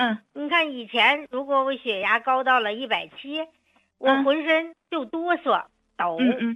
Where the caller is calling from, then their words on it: Nanjing, Jiangsu, China; 我是南京的患者。